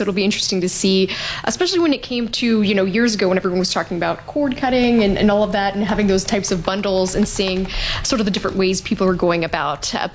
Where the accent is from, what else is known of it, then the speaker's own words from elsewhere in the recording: Texas, United States; I am originally from Texas. I am not a Cowboys fan.